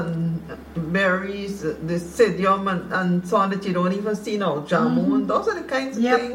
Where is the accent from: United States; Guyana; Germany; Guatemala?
Guyana; I grew up in Mahaiko.